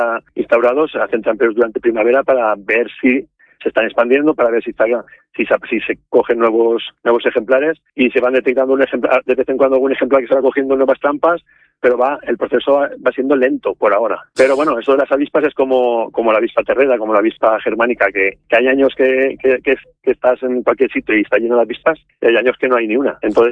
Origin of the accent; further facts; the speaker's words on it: Alquerías del Niño Perdido, Valencian Community, Spain; Sí, yo soy del pueblo de Salquerías del Niño Perdido.